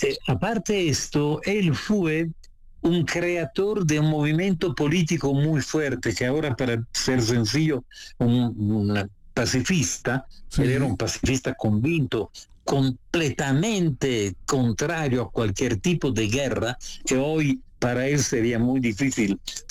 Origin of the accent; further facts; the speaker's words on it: Italy; Spanish is a second language; Por ejemplo, un ejemplo muy sencillo, pero yo soy italiano y te pido de perdonarme.